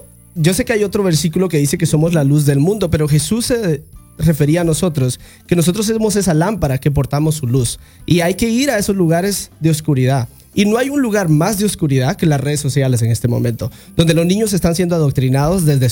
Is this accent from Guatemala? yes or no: yes; Guatemala; Yo soy de Guatemala.